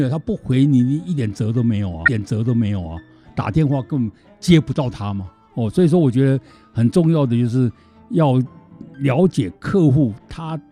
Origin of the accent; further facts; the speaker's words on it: China; 我们中国人常常讲，有关系就没有关系，没关系就有关系嘛。